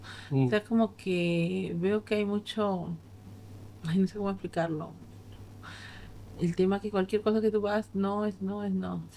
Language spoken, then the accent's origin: Spanish; Peru; now in Spain; tuve a mi hija aquí, vivo aquí, todo aquí, desde que llegué casi de Perú. He vivido más aquí que en España. Yo vine aquí muy joven